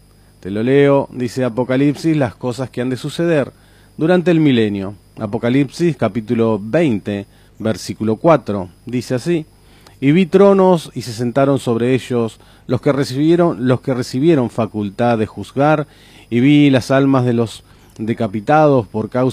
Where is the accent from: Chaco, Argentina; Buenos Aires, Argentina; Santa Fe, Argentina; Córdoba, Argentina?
Buenos Aires, Argentina; aquellos que somos de Coronel Rosales